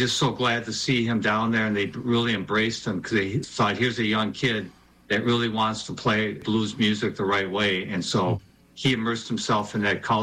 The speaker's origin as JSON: {"language": "English", "town": "St. Paul", "region": "Minnesota", "country": "United States", "tie": "born or raised there", "also_born_or_lived": "Los Angeles", "said": "But I grew up in St. Paul and I've been here all my life with that little stint in Los Angeles with Bill Clark living with his family."}